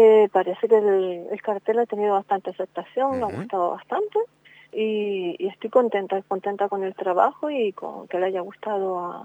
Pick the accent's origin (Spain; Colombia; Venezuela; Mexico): Spain; Teror, Canary Islands; Orgullo porque soy, como dijiste, de Teror. Teror es mi pueblo, esta es mi fiesta, es tradición, es familia, es lo que vivo desde siempre, lo que seguiré viviendo y lo que viven mis hijas.